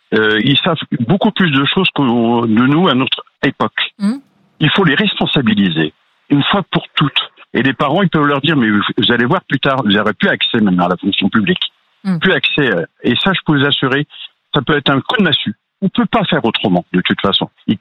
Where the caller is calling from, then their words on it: Pays de la Loire, France; De Mareuil-sur-Loire, près de la Flèche, dans le 72